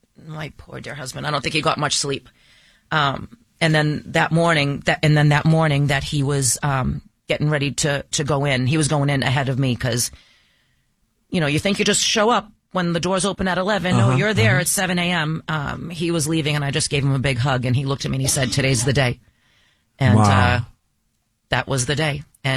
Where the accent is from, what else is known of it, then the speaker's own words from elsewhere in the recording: Everett, Massachusetts, United States; we are from this area. I grew up in Everett.